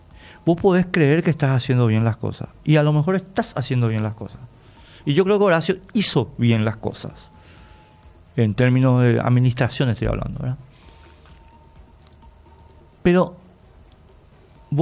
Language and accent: Spanish; Paraguay; Por eso somos paraguayos. No somos argentinos, ni uruguayos, ni bolivianos. Somos paraguayos. Comemos chipa, hablamos yopará, tomamos cocido